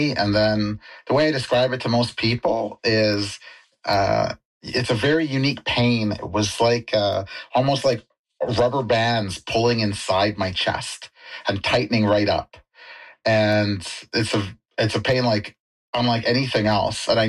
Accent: Maple Ridge, British Columbia, Canada; I'm from Maple Ridge

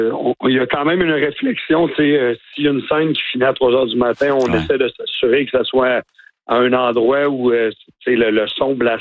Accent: Baie-Saint-Paul, Quebec, Canada; on est born and raised, là, on est de Baie-Saint-Paul, fait qu'on connaît les gens

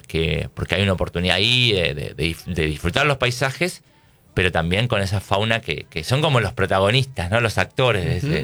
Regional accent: Buenos Aires, Argentina; born or raised there

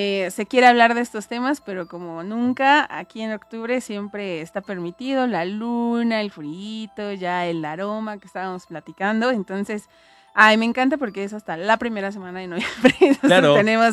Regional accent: Mexico; que somos mexicanos

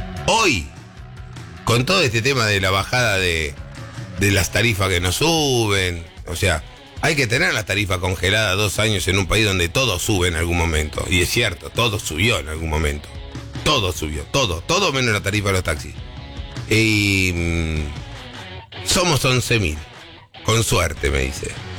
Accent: Argentina; Soy argentino, pienso mal.

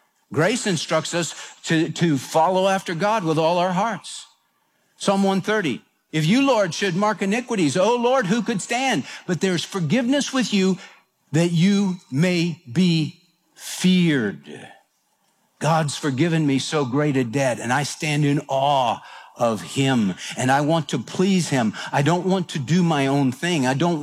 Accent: Houston, Texas, United States; We came from Houston. We weren't used to that. Houston wasn't like that.

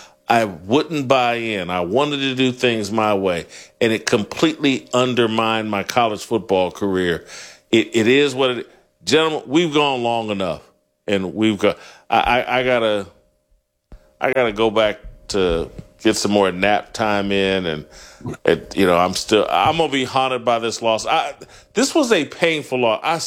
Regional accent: Indiana, United States; I'm an Indiana Fever fan because I'm from Indiana, and that's really the reason why.

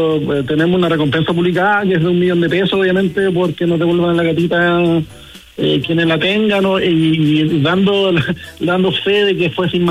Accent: Chile; A nosotros como chilenos siempre nos faltan motivos todos los días para estar enojados

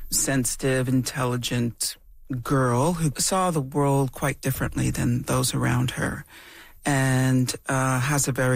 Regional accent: Temagami, Ontario, Canada; born or raised there

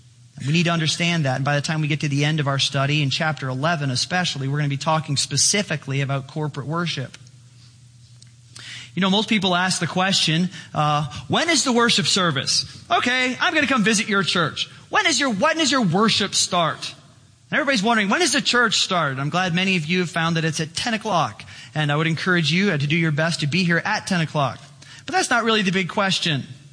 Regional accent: Chicago, Illinois, United States; And well, back in Chicago, there was a casino in my hometown.

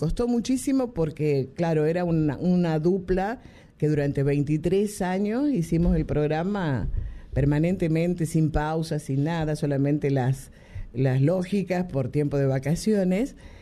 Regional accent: Tucumán, Argentina; accent: Tucumán

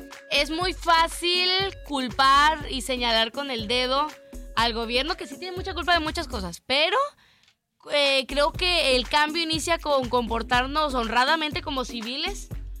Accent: Mexico; Uno como propio mexicano sabe que a veces no está tan chido consumir en esos puestos

